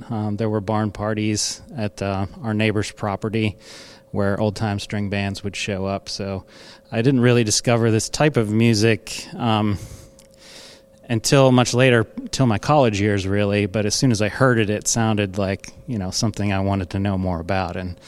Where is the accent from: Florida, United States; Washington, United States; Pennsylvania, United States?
Pennsylvania, United States; I grew up in Greene County, Pennsylvania, which is the southwesternmost county in Pennsylvania, and so it's not too far from West Virginia.